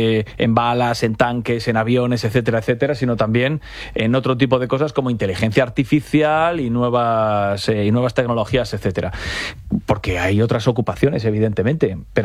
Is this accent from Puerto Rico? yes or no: no; Spain